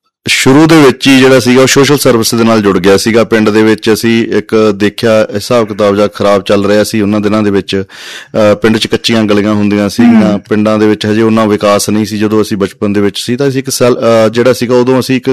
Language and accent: Punjabi; Harraipur, Punjab, India; now in Bathinda, India; ਮੇਰਾ ਪਿੰਡ ਹਰਰਾਏਪੁਰ ਹੈ ਜੀ, 3 ਕੋਣੀ, ਇੱਥੋਂ ਬਠਿੰਡਾ ਤੋਂ 18 ਕਿਲੋਮੀਟਰ ਦੂਰ ਆ। 7ਵੇਂ ਪਾਤਸ਼ਾਹ ਸਾਹਿਬ ਸ੍ਰੀ ਗੁਰੂ ਹਰਰਾਏ ਸਾਹਿਬ ਦੀ ਵਰਸੋਈ ਹੋਈ ਧਰਤੀ ਹੈ ਜੀ, ਇਤਿਹਾਸਕ ਪਿੰਡ ਹੈ